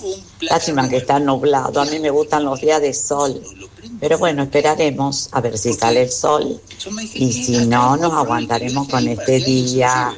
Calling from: Granadero Baigorria, Santa Fe, Argentina; somos la gente de Baigorria

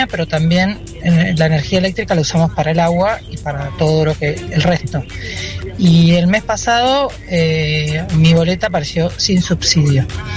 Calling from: Río Negro, Argentina; Vivo sobre Ruta 22, entre Mastrocola y el acceso a la Isla Jordán. No tenemos gas, no tenemos red de agua potable. Nos calefaccionamos a leña

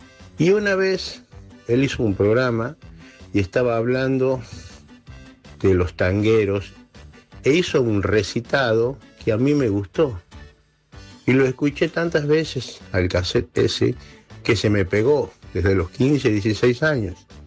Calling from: Tucumán, Argentina; de Tucumán. Tengo 55 años.

